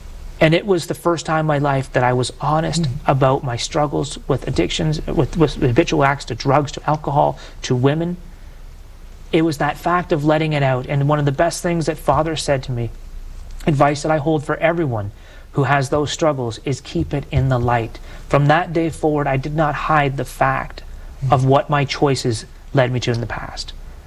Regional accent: Canada; home to Canada, all I had was my past. There was no one. I'd never been a Catholic or a Christian in my hometown.

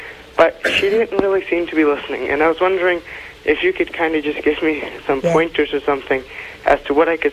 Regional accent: Derby, Connecticut, United States; I'm from Derby, Connecticut.

